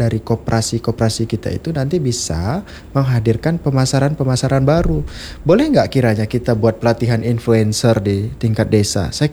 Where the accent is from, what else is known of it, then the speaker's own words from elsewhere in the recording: West Kalimantan, Indonesia; Di kampung saya di pedalaman Kabupaten Melawi sana